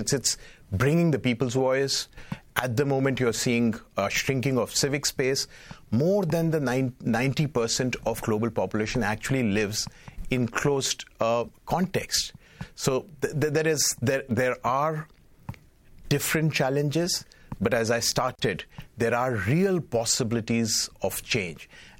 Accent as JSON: {"language": "English", "country": "India", "said": "whether I come from India."}